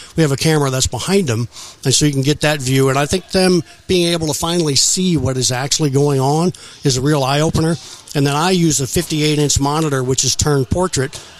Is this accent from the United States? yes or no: yes; Manhattan, Kansas, United States; moved away; growing up in Manhattan, Kansas